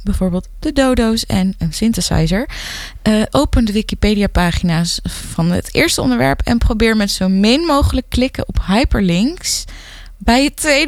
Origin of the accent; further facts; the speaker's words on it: Amsterdam, North Holland, Netherlands; ik als Amsterdammer